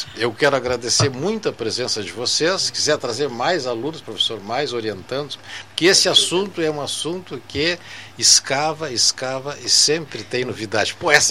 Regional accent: Rio Grande do Sul, Brazil; now in Pelotas, Brazil; Eu sou da Ilha Negra, não sou daqui.

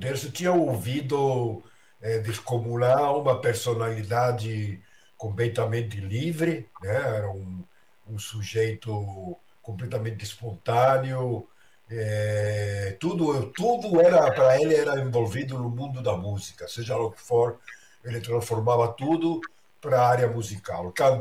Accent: Málaga, Andalusia, Spain; now in Brazil; Isso, nasci no Andalucía.

